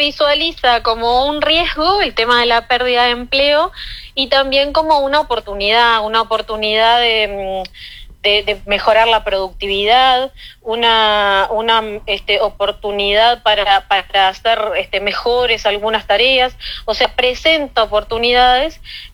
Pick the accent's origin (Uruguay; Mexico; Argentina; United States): Uruguay